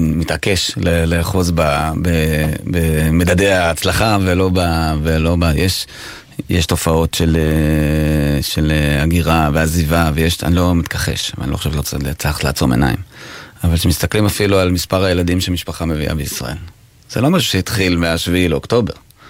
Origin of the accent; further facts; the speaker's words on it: Tel Aviv, Tel Aviv District, Israel; also born or lived in Samaria / Hebron Hills; אני גדלתי ברמת אביב. נולדתי ברמת אביב, אבא שלי היה איש צבא, אדם לא דתי דרך אגב. משם עברנו לשומרון